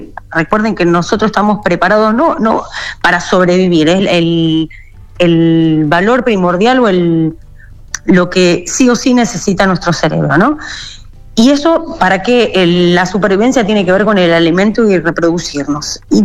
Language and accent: Spanish; Argentina; lo que somos los argentinos